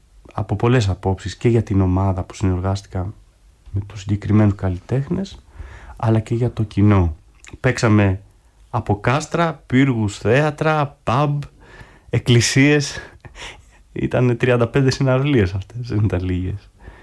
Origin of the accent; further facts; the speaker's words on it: Greece; Εγώ ήμουν από την Ελλάδα